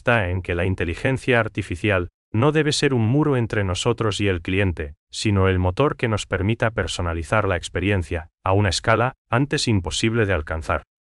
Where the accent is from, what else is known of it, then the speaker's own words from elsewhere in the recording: Paraguay; nos identifica como paraguayos.